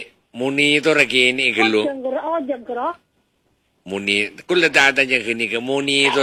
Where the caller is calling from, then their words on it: Rubaru, East Java, Indonesia; Saya dari Rubaru, ki ….